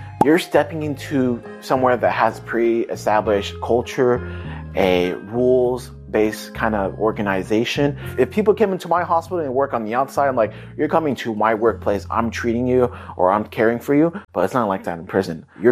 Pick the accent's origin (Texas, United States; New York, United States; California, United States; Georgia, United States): California, United States; Fresno; I grew up in Fresno, California, the Central Valley. My parents arrived in the late 1980s. We're immigrants from Vietnam. We came after we lost the war.